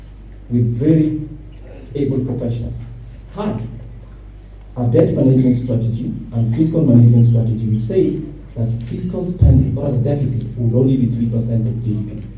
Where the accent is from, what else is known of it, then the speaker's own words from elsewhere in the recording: Kenya; we are all nervous as Kenyan citizens